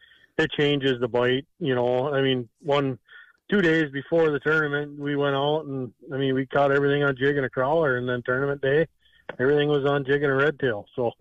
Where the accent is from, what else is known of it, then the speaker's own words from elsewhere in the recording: Minnesota, United States; now in Alexandria, United States; And growing up on Sauk Lake there, we bass fishing was more of our thing. And moving to Alec, I was still a bass fisherman